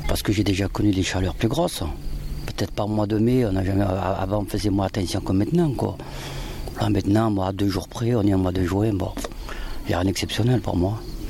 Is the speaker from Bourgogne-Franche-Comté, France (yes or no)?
no; Marseille, Provence-Alpes-Côte d'Azur, France; Ben, moi, je le vis très bien. Je suis marseillais, alors.